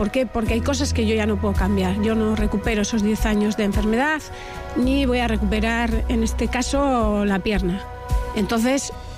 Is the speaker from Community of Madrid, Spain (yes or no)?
no; Mungia, Basque Country, Spain; Mi pueblo, ¿no? Toda la vida viviendo allí y es mi casa.